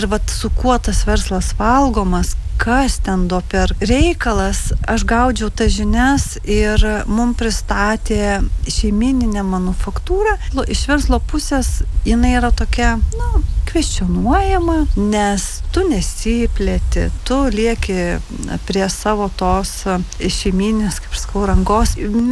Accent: Samogitia, Lithuania; now in Zarasai, Lithuania; Ir pavyzdžiui, Zarasuose dabar tikrai vat, nu, visi mane žino, kad aš esu žemaitė.

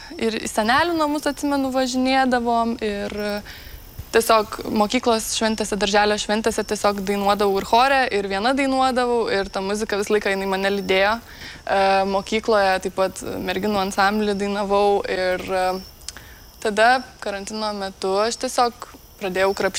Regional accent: Babtai, Kaunas County, Lithuania; Tai gyvenimas Babtuose kaip vaikui buvo tikrai labai labai geras ir nekeišiau to niekada į gyvenimą mieste.

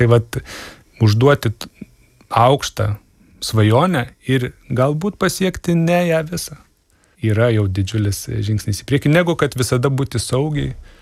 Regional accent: Alytus, Dzūkija, Lithuania; accent: Alytus accent; Aš esu gimęs ir užaugęs Dzūkijoje. Aš negaliu savęs vadinti dzūku, nes mano nei tėvai, nei seneliai nėra dzūkai, tai aš neturiu tos kultūrinės Dzūkijos pusės, bet aš turiu tą geografinę Dzūkijos dalį

